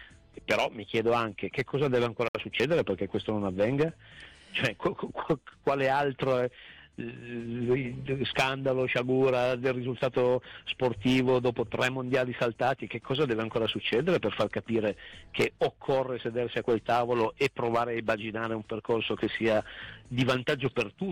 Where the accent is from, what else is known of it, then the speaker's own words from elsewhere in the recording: Turin, Piedmont, Italy; te lo dico da torinese